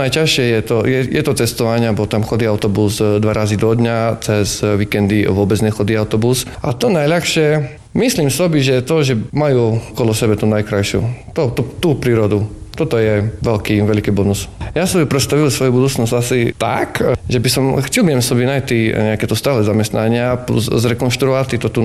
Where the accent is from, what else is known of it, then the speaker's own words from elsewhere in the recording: Košice Region, Slovakia; accent: Hačava Rusyn dialect; also born or lived in Turňa nad Bodvou; now in Košice, Slovakia; moji rodiče, ja vlastne pochádzame z Hačovy a hovorím vás po maďarsky, ja skorej sa prikladám ku tej rusinštiny. Ja doma vlastne s rodičami, my len hovoríme po hačovsky, my ani bars po slovensky, ani po maďarsky už vôbec nehovoríme, tak my len hovoríme po hačovsky.